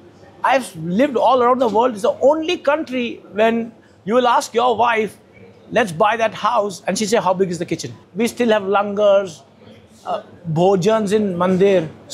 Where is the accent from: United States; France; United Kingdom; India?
India; Kolkata, West Bengal; born or raised there; also born or lived in Kerala / Delhi